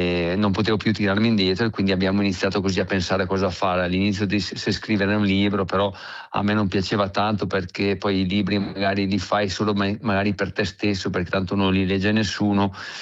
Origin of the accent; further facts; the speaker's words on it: Trentino-Alto Adige, Italy; il Trentino è la mia terra